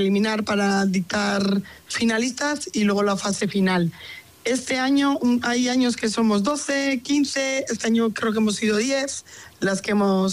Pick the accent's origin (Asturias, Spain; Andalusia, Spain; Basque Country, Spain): Basque Country, Spain; Bilbao; now in Cantabria, Spain; venimos del mismo barrio de Bilbao, porque nosotros somos de Recalde, de Bilbao.